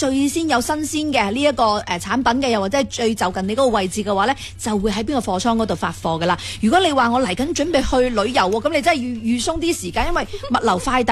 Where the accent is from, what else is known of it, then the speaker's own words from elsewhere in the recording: Guangdong, China; 佢唔系净系做我哋广东人嘅生意